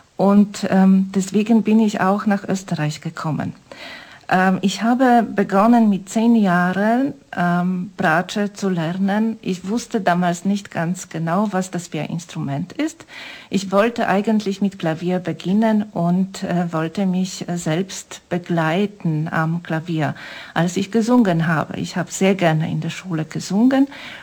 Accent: Kraków, Lesser Poland, Poland; moved away as an adult; also born or lived in Vienna, Austria; now in Styria, Austria; ich bin in Polen geboren, in Krakau

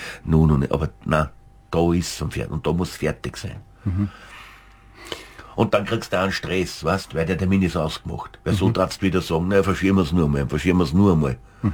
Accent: St. Pölten, Lower Austria, Austria; also ich liebe mein Heimatort, St. Pölten

